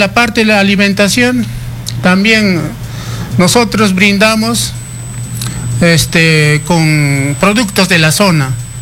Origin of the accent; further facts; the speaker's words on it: Puno, Peru; saludarles desde el lago navegable más alto del mundo, que nosotros venimos y mantenemos nuestra cultura viva